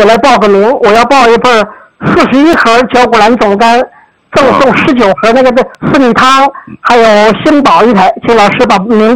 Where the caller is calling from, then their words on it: Xuancheng, Anhui, China; 我是来自安徽宣城的一个听众。